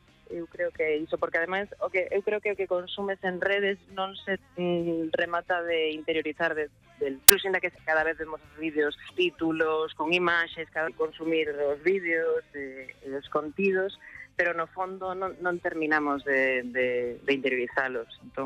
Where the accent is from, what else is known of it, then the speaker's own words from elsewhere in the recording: Galicia, Spain; now in Madrid, Spain; Eu son super galega. A verdade é que aínda que vivo en Madrid, cada vez estou máis en Galicia, sempre estou cun pé na casa.